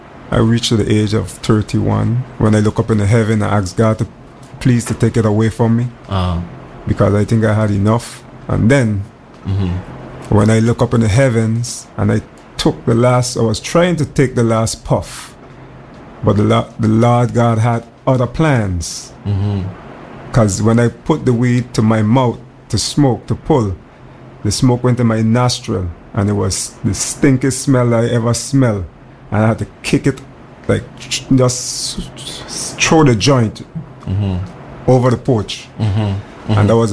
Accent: St. Croix, U.S. Virgin Islands; also born or lived in Anguilla; Yes, actually, I was born in Anguilla, and then my family migrated to St. Croix, U.S. Virgin Islands. That's where I did some of my schooling, from elementary to high school.

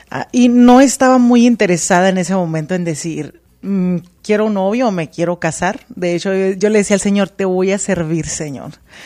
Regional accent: Mexico; also born or lived in Tennessee; now in El Paso, United States; yo soy mexicana, pero viví por 20 años en el estado de Tennessee. Entonces, casi 20 años en el estado de Tennessee

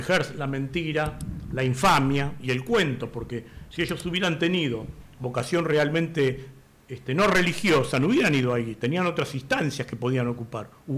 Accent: Argentina; now in Buenos Aires, Argentina

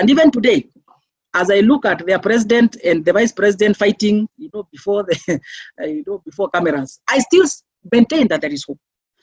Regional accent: Meru, Meru County, Kenya; English is a second language; I grew up a country in Meru. And would go to the river sometimes

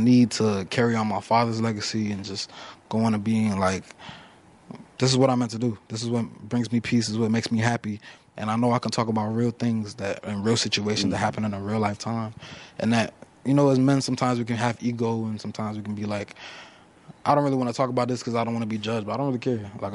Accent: Florida, United States; growing up in Florida, it's like you just got to get to it.

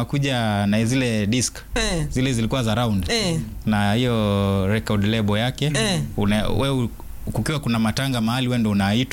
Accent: Butere, Kakamega County, Kenya; born there; nimezaliwa upande wa eneo la Butere. Mimi ni Mluya. Na mimi ni kijana wa kwanza kwa familia yetu.

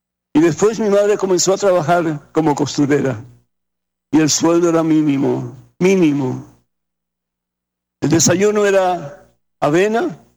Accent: Cuba; moved away; Yo soy de Cuba originalmente. Y el gobierno cubano nos botó a nosotros de la finca donde vivíamos. Éramos campesinos.

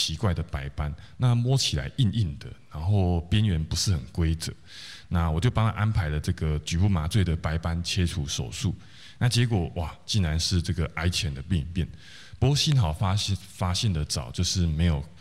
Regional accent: Tianwei, Changhua County, Taiwan; 我是来自彰化县田尾乡毕业于高一医学系，那后来在台中慈济进行耳鼻喉的训练，目前任职于大林慈济耳鼻喉部。

